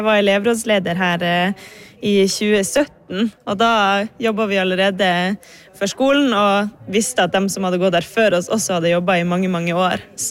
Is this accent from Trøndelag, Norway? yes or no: yes; Trondheim, Trøndelag, Norway; Vi som har vokst opp her og gått på skole her